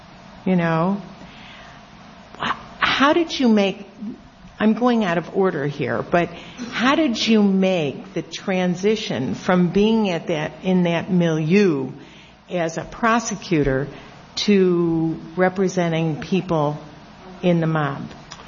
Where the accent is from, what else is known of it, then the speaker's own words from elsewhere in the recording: Buffalo, New York, United States; And I was also from Buffalo